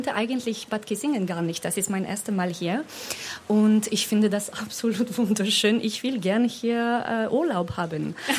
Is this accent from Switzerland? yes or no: no; southern France, France; Ja. Und das ist eigentlich sehr schön, weil ich komme aus Südfrankreich und es ist dort extrem warm.